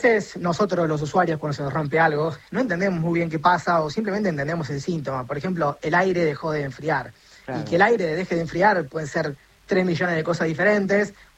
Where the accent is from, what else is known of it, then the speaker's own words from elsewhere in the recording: Córdoba, Argentina; nosotros somos acá de Córdoba